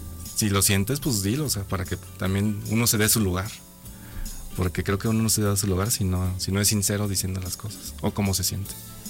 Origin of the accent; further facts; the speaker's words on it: Aguascalientes, Mexico; Yo soy de aquí de Aguas.